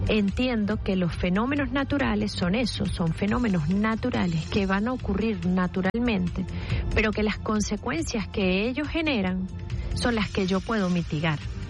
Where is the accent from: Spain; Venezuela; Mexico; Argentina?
Venezuela